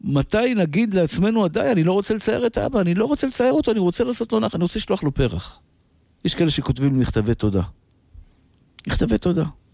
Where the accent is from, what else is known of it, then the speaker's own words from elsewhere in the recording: Tel Aviv, Tel Aviv District, Israel; כשהייתי ילד גרתי בשכונת התקווה